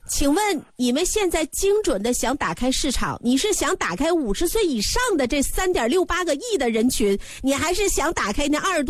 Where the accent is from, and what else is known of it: China